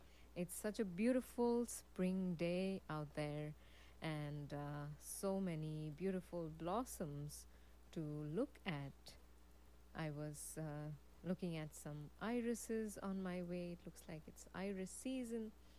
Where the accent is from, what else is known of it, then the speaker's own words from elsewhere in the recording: Mumbai, Maharashtra, India; because I grew up in Mumbai city, which is kind of like the Hollywood of India, and that's where the film industry is based.